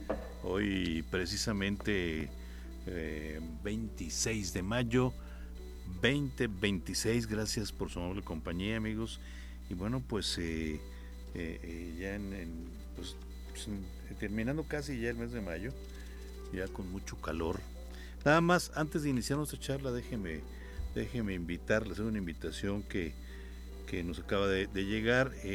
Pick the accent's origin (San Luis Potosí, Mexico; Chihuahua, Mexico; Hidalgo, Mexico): San Luis Potosí, Mexico; los que somos de San Luis y particularmente de este lugar, el barrio de San Miguelito